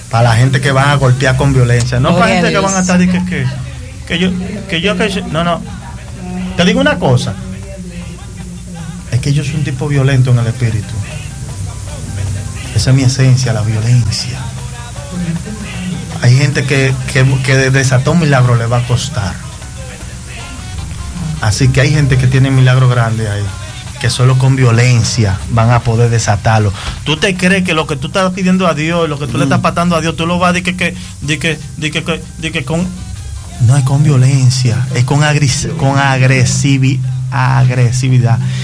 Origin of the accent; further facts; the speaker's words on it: Dominican Republic; Sí, somos dominicanos